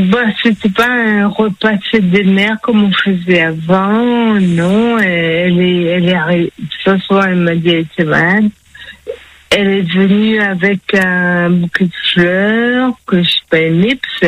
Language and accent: French; Réunion, France; moved away; depuis que je suis arrivée en métropole, parce qu'il faut vous dire que je suis de La Réunion.